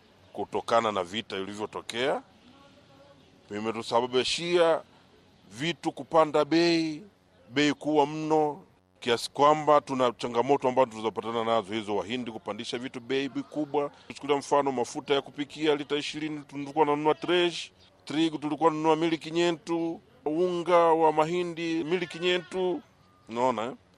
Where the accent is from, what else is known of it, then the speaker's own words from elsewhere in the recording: Mueda, Cabo Delgado, Mozambique; Mimi ni mzaliwa wa Mueda, manispaa hii ya Mueda. Nipo tangu utoto wangu nimefanyia kazi hapa Mueda.